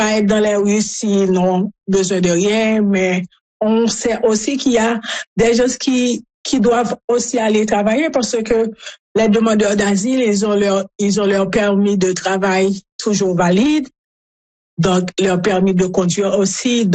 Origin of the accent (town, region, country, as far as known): Haiti; now in Springfield, United States